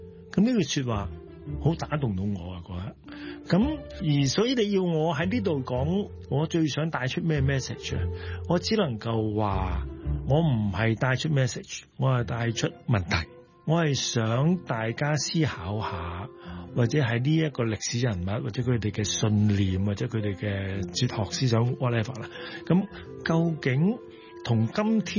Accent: Hong Kong; 這件事我們香港人陌生嘛

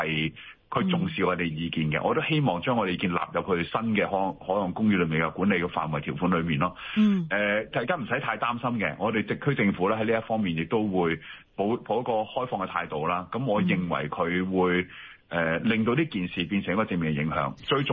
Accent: Hong Kong; 系咪我哋香港人其实我哋自己会規劃自己行程嘅

